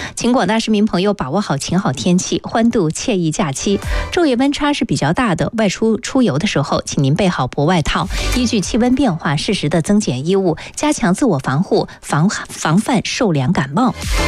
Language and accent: Chinese; Yichang, Hubei, China; 接下来咱们宜昌人要特别的重点的关注一些事情。